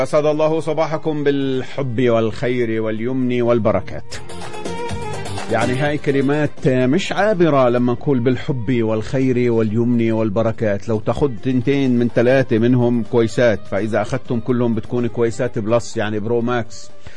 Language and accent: Arabic; Palestine; وعندنا في فلسطين